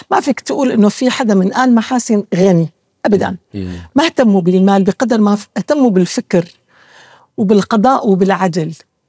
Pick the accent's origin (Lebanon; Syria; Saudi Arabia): Syria; Damascus, Damascus Governorate; نحن ما لنا من الطبقة الثرية، لا، نحن من الطبقة مثل كل غالبية أهل دمشق